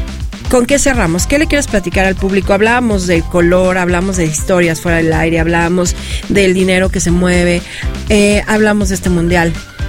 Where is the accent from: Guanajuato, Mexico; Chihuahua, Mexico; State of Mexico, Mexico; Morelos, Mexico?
Morelos, Mexico; Tehuixtla; De Tehuixtla, para ser exacto. Yo soy de Tehuixtla